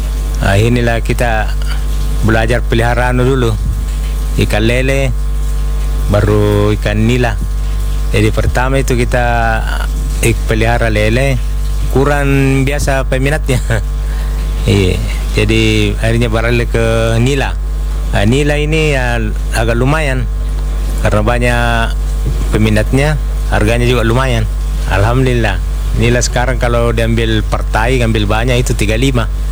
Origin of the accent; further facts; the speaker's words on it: Kalimantan, Indonesia; moved away; Saya dari Kalimantan, merantau sampai ke sini tidak ada kerjaan, jadi terpaksa turun di perikanan ini.